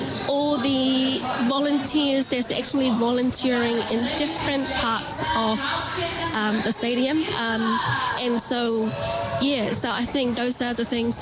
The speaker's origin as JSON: {"language": "English", "town": "Avarua", "region": "Rarotonga", "country": "Cook Islands", "tie": "born or raised there", "also_born_or_lived": "Mitiaro, Cook Islands", "moved": "as an adult", "lives_now": "Dunedin, New Zealand", "said": "grew up born, bred back in the Cook Islands. In particular, I was born in Metiaro and then grew up in Rarotonga, did all my schooling in Rarotonga and then came over to Aotearoa."}